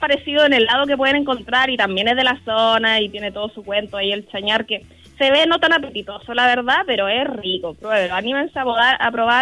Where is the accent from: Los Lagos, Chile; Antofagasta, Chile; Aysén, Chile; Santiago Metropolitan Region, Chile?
Santiago Metropolitan Region, Chile; Pirque; yo soy originalmente de Pirque, mi familia es de allá y todo, y me sentí en Pirque.